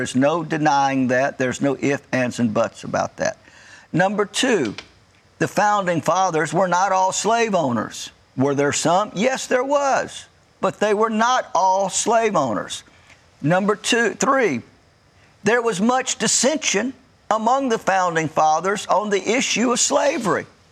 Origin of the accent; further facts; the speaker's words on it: Southern United States, United States; And as a Southerner, I've said it repeatedly on the platform of Family Worship Center